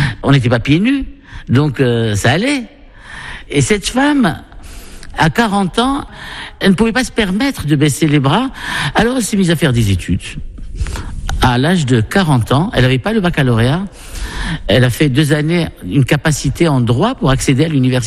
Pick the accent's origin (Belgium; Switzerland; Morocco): Morocco; Marrakech, Marrakesh-Safi; now in Paris, France; En Médina, au fin fond de la Médina de Marrakech, dans une rue qui s'appelle Derb Jdid, à Riad Zitoun El Kedim. Et j'ai passé toute mon enfance en Médina, au milieu d'une famille nombreuse. Nous étions 7 frères et sœurs.